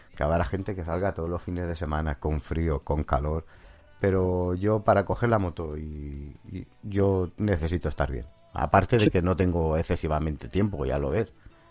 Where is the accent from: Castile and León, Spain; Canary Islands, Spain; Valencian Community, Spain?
Valencian Community, Spain; now in Almansa, Spain; yo es que no soy ni de aquí, yo soy valenciano, pero vivo aquí en Almansa.